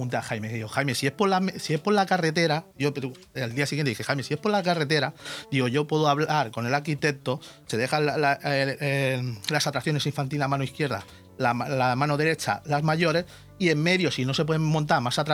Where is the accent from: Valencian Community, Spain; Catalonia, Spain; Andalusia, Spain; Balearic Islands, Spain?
Valencian Community, Spain; Villajoyosa; desde que hago cosas por mi pueblo o cosas que ya la gente está viendo, que yo hablo de los comercios, porque la verdad es que los comercios no tenemos ayuda ninguna. Todos los comercios de Villajoyosa no tenemos ayuda ninguna.